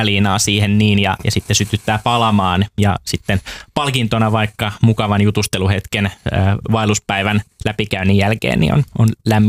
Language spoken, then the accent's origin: Finnish; Helsinki, Uusimaa, Finland; also born or lived in Rauma; Helsingistä, kävin syntymässä Raumalla.